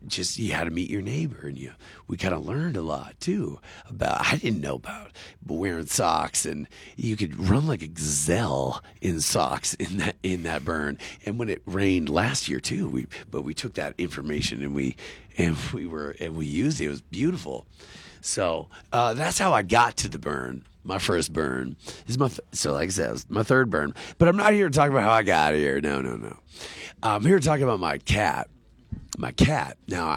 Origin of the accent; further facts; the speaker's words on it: Oregon, United States; I'm from Oregon, so I could deal with the rain.